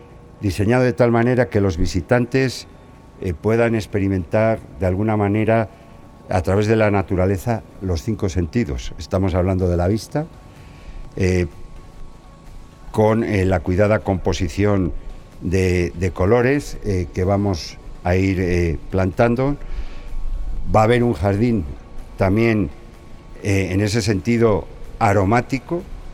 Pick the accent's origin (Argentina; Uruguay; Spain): Spain; Valladolid, Castile and León; para todos nosotros los vallisoletanos